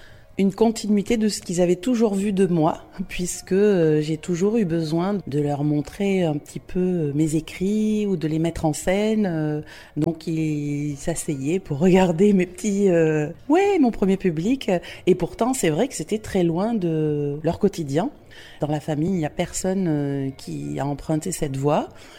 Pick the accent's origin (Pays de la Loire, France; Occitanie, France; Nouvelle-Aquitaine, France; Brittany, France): Nouvelle-Aquitaine, France; je viens de Gironde, de l'Entre-deux-Mers, qui est un territoire entre Garonne et Dordogne